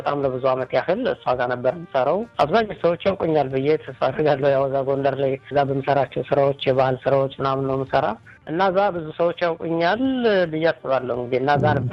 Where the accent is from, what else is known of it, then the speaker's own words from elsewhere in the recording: Amhara, Ethiopia; born there; also born or lived in Gondar; በእርግጥ የተወለድኩት ወደ ጎጃም አካባቢ ነው እና እዛም በነበርኩበት ጊዜም ያው ምንም አይነት ልምዱ ባይኖረኝም የሙዚቃ ግን ተፈጥሮ እንደዚህ ሰርግም ሲሆን ምንም ሲሆን ስሞክር ነበረ